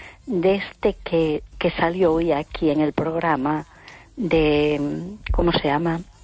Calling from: A Coruña, Galicia, Spain; de Coruña.

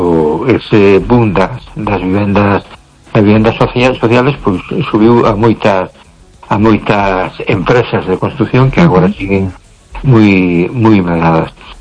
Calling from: A Coruña, Galicia, Spain; Buenas noches. … de Coruña. ¿Qué tal estamos?

